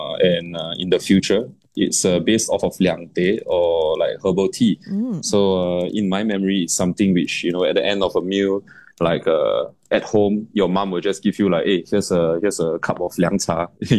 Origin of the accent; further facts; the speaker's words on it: Singapore; I'm not Japanese, rather I am Singaporean Chinese.